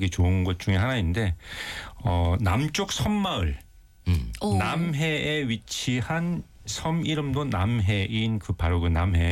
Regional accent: Busan, South Korea; born or raised there

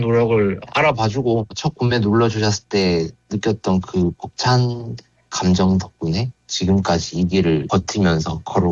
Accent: Ulsan, South Korea; 울산 토박이지만

